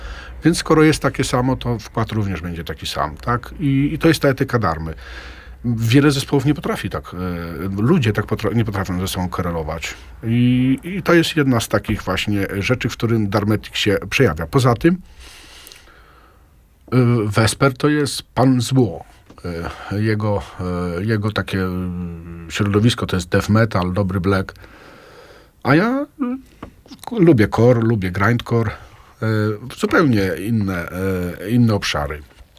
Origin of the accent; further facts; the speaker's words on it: Aleksandrów Łódzki, Łódź Voivodeship, Poland; Ja Ozorków, ale tymczasowo, że tak powiem, służbowo, bo ogólnie zawsze byłem, jestem i będę z Aleksandrowa Łódzkiego.